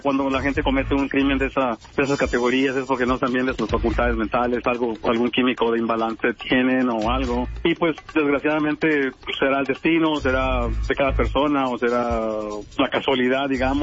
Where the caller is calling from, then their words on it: Mesa, Arizona, United States; Yo vengo acá de Phoenix, cerca de Phoenix, en Mesa